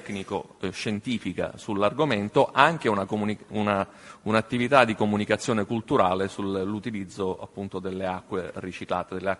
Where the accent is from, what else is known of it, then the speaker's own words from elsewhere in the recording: Palermo, Sicily, Italy; i palermitani, vedo anche il senatore Antonio Battaglia, siamo sicani, quindi fenici